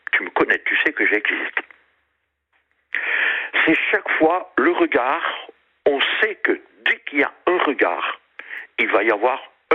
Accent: Southwest France, France; accent: Southwest France; ma cousine, qui est du Périgord, comme un petit peu l'accent que j'ai, quoi. Je suis du Sud-Ouest.

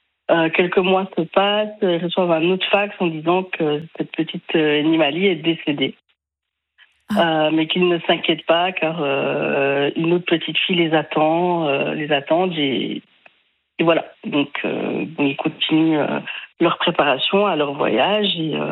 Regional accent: Switzerland; also born or lived in Sri Lanka; now in France; Je suis suisse, j'ai déménagé il y a 11 ans et demi à peu près en Île-de-France.

